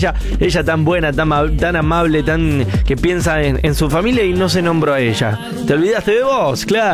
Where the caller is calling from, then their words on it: Gualeguay, Entre Ríos, Argentina; de Gualeguay. Acá estamos terminando el fin de XL.